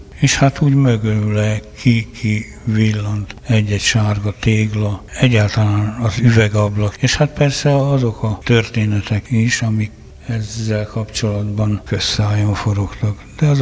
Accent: Jászberény, Jász-Nagykun-Szolnok, Hungary; Jászberényi vagyok

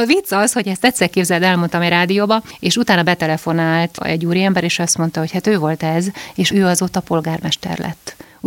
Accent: Harghita, Romania; csak azért, mert egy pici faluból származom, nem egy ilyen metropoliszból, idézőjelben persze, mint Székely Keresztúr

